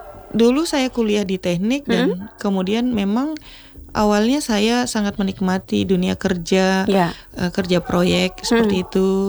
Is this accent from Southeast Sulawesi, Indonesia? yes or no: yes; Kendari, Southeast Sulawesi, Indonesia; Saya orang tua orang Sulawesi Selatan, Bapak orang Sengkang, Ibu Bone. Tapi saya lahir dan besar di Kendari. Kebetulan Bapak TNI, pensiunan TNI. Waktu itu tugas terakhir di Kendari. Jadi kita menjadilah warga Kendari.